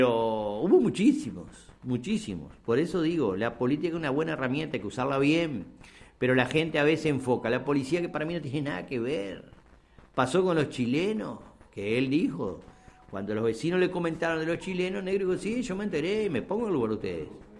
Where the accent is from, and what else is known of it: Uruguay